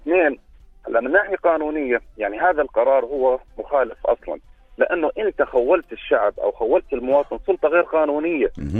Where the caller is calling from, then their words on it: Jordan; انا مواطن اردني